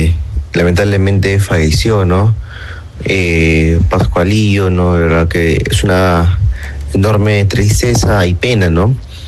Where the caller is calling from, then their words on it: Peru; Y como buen peruano, ¿a quién no le gusta la chicha?